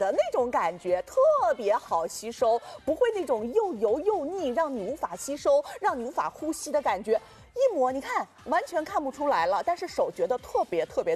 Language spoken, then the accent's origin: Chinese; China; 我们中国人很喜欢那个香樟木放在衣柜里面吧